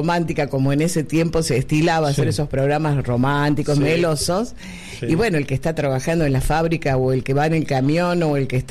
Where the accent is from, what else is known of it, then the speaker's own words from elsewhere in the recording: Tucumán, Argentina; accent: Tucumán; Sí, algunos de ellos. Por ahí dice, ay, le salió el tucumano, porque yo la verdad es que no tengo en cuenta mucho ya la tonada.